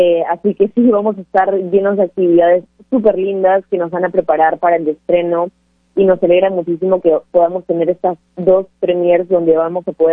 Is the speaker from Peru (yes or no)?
yes; Peru